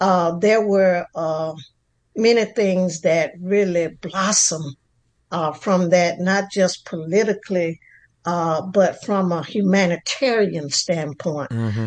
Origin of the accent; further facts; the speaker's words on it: Selma, Alabama, United States; that little poor girl growing up in Selma